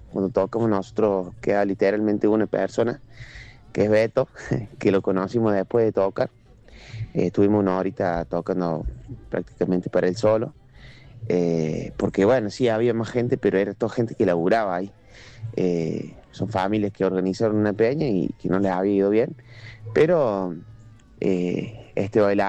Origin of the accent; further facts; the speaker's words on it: Alta Gracia, Córdoba, Argentina; Somos de Altagracia, de Córdoba.